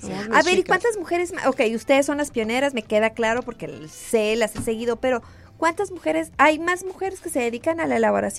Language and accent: Spanish; Tijuana, Baja California, Mexico; yo crecí en la Rebo. Yo nací